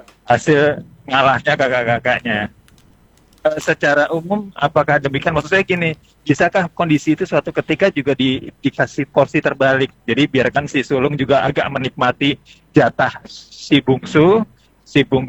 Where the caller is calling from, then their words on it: Kalideres, Jakarta, Indonesia; Iya, saya dari … di Kalideres.